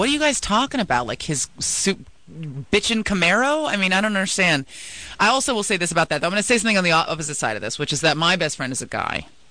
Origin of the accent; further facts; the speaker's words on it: San Francisco, California, United States; I grew up in San Francisco.